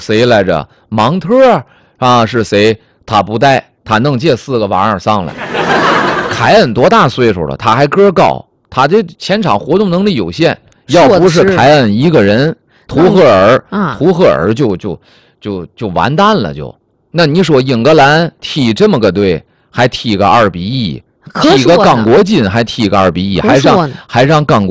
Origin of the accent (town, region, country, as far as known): Tianjin, China